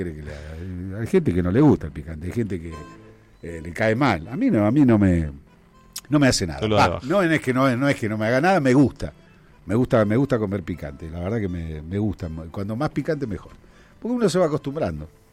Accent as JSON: {"language": "Spanish", "town": "Quilmes", "region": "Buenos Aires Province", "country": "Argentina", "said": "Yo soy a 4 cuadras de que se termine Quilmes. O sea, soy de Quilmes."}